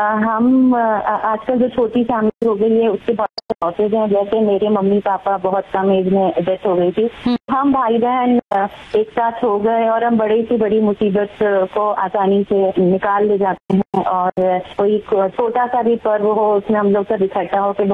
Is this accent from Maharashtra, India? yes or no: no; Raipur, Chhattisgarh, India; मैं यहाँ रायपुर छत्तीसगढ़ से हूँ जैसा कि मैंने बताया